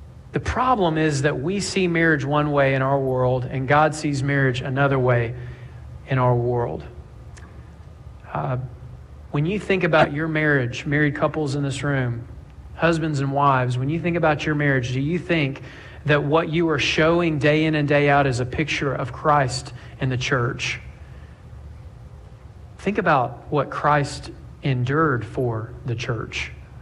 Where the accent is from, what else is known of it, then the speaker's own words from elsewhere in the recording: Montgomery, Alabama, United States; I am from Montgomery, Alabama, and had a front row seat to real life heroes.